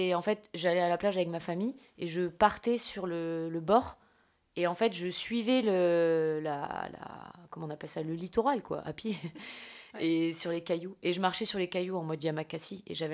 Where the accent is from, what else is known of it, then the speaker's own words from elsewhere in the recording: Mayotte; now in France; quand j'étais petite, j'habitais à Mayotte. Et du coup, j'ai grandi vraiment au bord de l'océan.